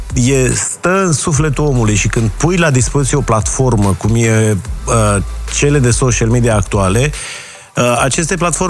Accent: Romania

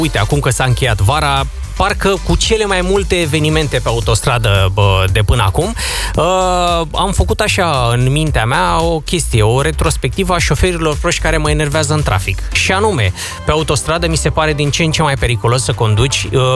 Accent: Bucharest, Romania; Eu fiind născut și crescut în București.

